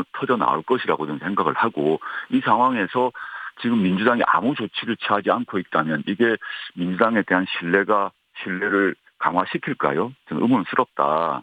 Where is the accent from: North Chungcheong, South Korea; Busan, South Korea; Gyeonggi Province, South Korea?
Busan, South Korea; moved away; 제 고향이 부산인데